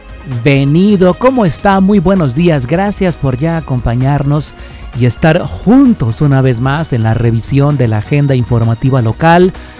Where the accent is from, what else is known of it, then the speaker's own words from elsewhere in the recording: Guadalajara, Jalisco, Mexico; somos eso, tapatíos de cepa. Claro que sí, y aparte nos encanta, es bien chido ser de Guanatos.